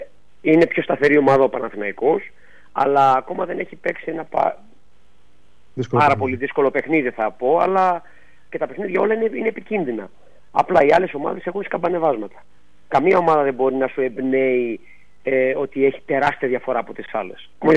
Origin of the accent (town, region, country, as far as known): Greece